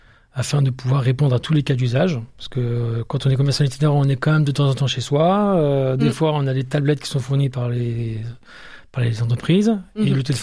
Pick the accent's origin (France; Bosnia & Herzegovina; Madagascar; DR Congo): France; Aix-en-Provence, Provence-Alpes-Côte d'Azur; born or raised there; also born or lived in Lille; now in Niort, France